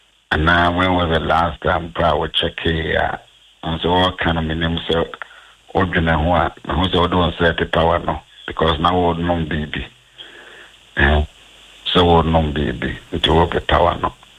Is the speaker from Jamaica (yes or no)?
yes; Jamaica; So, okay, patience, dear. I'm a Jamaican.